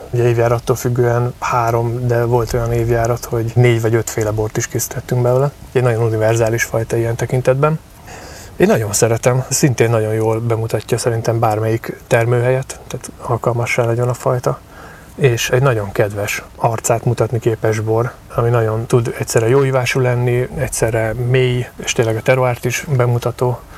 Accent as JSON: {"language": "Hungarian", "town": "Tapolca", "region": "Veszprém County", "country": "Hungary", "tie": "born or raised there", "said": "Én a Badacsonyi borvidékhez kötődöm. Tapolcán születtem, itt nőttem fel a hegyek között"}